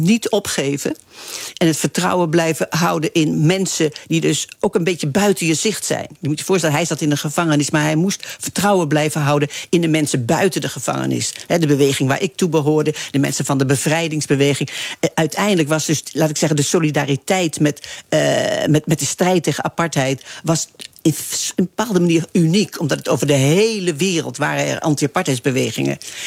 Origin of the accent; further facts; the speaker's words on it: Arnhem, Gelderland, Netherlands; born there; now in Amsterdam, Netherlands; Omdat ik in 1968 vanuit Arnhem, mijn geboortestad, naar Amsterdam ging.